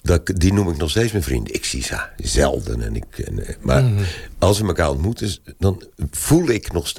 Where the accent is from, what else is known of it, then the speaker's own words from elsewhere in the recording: Hoek van Holland, South Holland, Netherlands; moved away as an adult; Ik ben opgegroeid in Hoek van Holland. Toen ben ik mijn 20ste al weggegaan. Dus 52 jaar geleden.